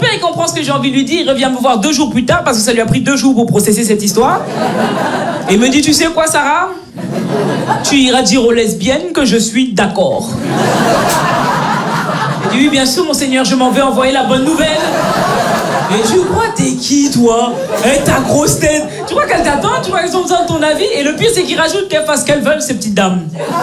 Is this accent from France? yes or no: no; Belgium; born or raised there